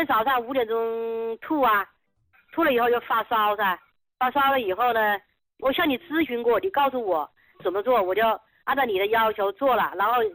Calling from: Huangshi, Hubei, China; 黄石的。

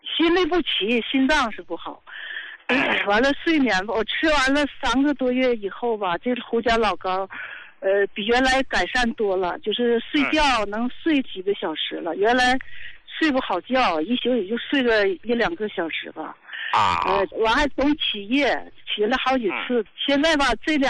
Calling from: Qiqihar, Heilongjiang, China; 我过去吧，那什么，我是黑龙江的，那啥齐齐哈尔的。 71岁了

